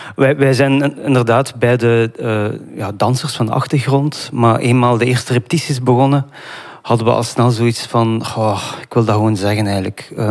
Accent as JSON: {"language": "Dutch", "country": "Iraq", "said": "Ik als Irakees zijnde, hij als Amerikaan, de Arabische wereld of het Midden-Oosten zien transformeren naar wat het vandaag is."}